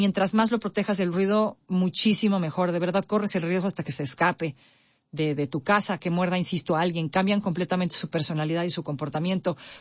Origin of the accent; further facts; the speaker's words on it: Mexico; Pues usted sabe, pues somos guatequeros. Nos gusta el mitote a los mexicanos. Así somos.